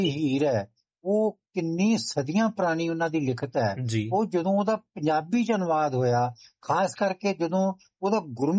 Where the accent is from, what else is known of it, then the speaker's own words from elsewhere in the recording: Amritsar, Punjab, India; first language Punjabi; ਸਾਡੇ ਅੰਮ੍ਰਿਤਸਰ ਸ਼ਹਿਰ